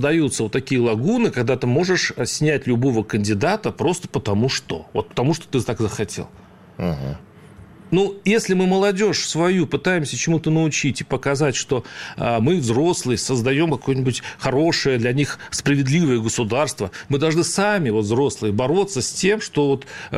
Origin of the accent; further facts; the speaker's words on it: Saransk, Mordovia, Russia; я как из Саранска тебе могу сказать, что мы там жестили.